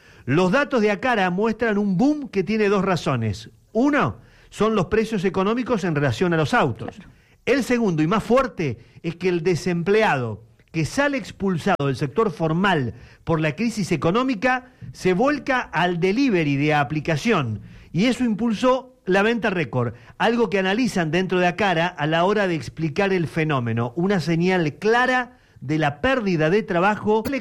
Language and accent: Spanish; Esquel, Chubut, Argentina; uno acá piensa en Robert y piensa en Gaiman, Dolabon, en el Valle, y dice, no … de Esquel.